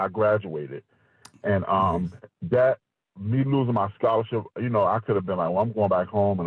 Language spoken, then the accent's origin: English; Hampton, Virginia, United States; moved away as an adult; also born or lived in Raleigh, North Carolina; I'm originally from Hampton, Virginia.